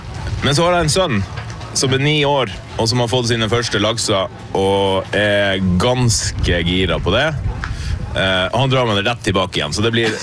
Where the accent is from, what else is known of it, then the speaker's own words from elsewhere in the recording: Billefjord, Finnmark, Norway; moved away; jeg er jo opprinnelig fra Billefjord i Porsanger.